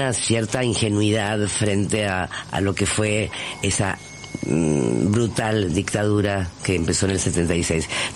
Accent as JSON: {"language": "Spanish", "country": "Argentina", "said": "Porque, bueno, de alguna manera, siendo argentina, me habían como quitado una parte de mi identidad."}